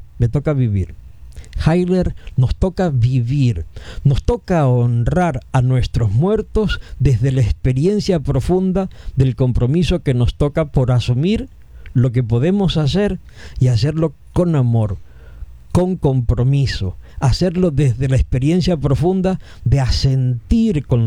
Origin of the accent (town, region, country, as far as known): Venezuela